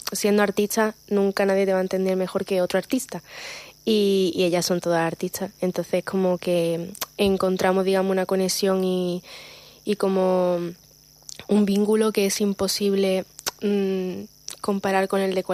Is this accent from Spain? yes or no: yes; Málaga, Andalusia, Spain; yo soy malagueña, ¿no? Pero yo además, pues, siempre he vivido, pues, muy cerquita del mar.